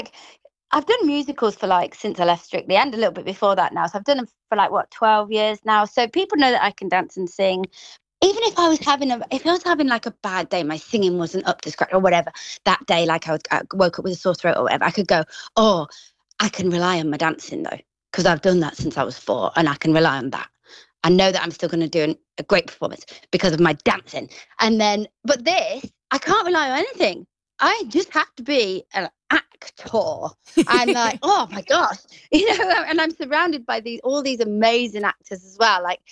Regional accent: Grimsby, Yorkshire and the Humber, United Kingdom; accent: Grimsby; Well, the thing is, as you can hear, I've got this Grimsby accent, right?

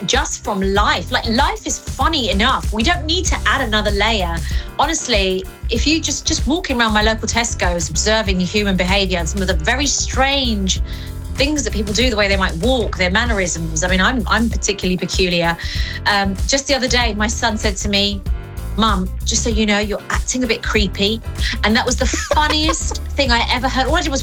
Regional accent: United Kingdom; born there; English is a second language; My parents immigrated here over to the UK, and it was really difficult at school. I didn't speak any English.

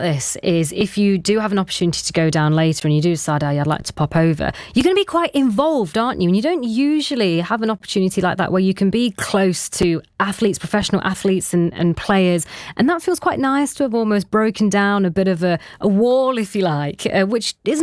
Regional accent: Pakistan; as a Pakistani woman

